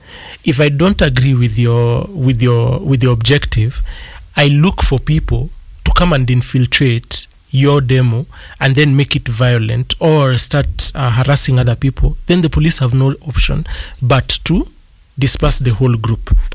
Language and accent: English; Kenya; as a Kenyan who stood with the anti-finance bill protests